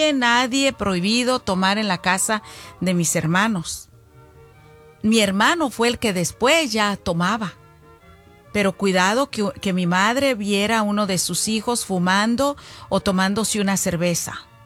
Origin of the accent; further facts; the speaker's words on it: Zacualco de Torres, Jalisco, Mexico; moved away; de allá de mi pueblo, oiga, de Zacualco de Torres, Jalisco.